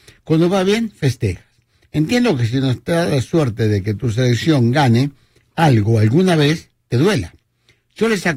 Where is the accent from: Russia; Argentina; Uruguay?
Argentina; Por supuesto, como argentino, me encantaría que sea Argentina